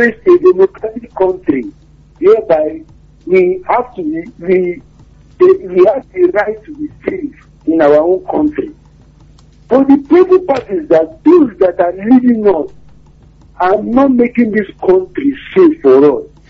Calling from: Oluwole, Lagos, Nigeria; calling from Oluwole.

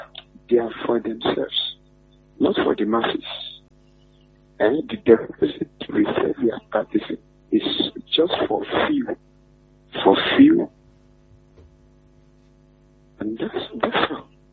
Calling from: Nigeria; from Kwana Abacha.

